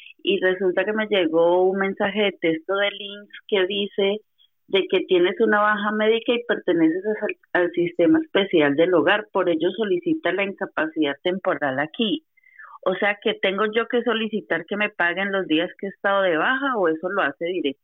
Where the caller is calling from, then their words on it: Torrejón de Ardoz, Community of Madrid, Spain; de Torrejón.